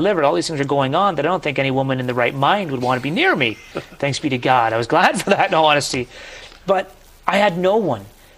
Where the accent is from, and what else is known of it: Canada; born or raised there